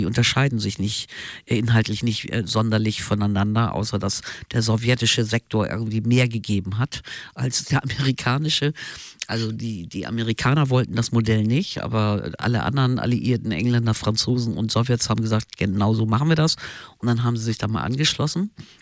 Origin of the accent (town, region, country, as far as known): Hamburg, Germany; born there